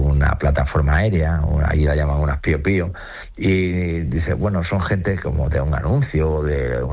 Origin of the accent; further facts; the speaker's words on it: Extremadura, Spain; somos extremeños y que salimos desde aquí, y fíjate que no somos ni Madrid, ni Barcelona, ni Sevilla, que somos de la ciudad de Cáceres, de la ciudad de Plasencia